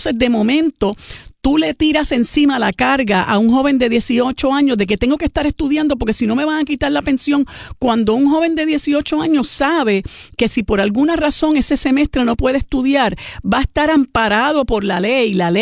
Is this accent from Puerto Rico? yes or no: yes; Puerto Rico; nosotros como puertorriqueños